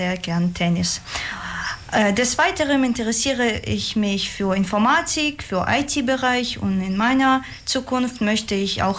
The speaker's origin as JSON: {"language": "German", "town": "Odesa", "region": "Odesa Oblast", "country": "Ukraine", "said": "ich bin 17 Jahre alt und ich komme aus der Ukraine, genauer gesagt aus der wunderschönen Stadt Odessa."}